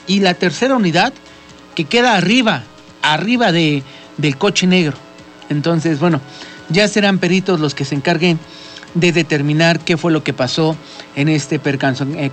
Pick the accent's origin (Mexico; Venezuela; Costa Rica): Mexico; al final somos mexicanos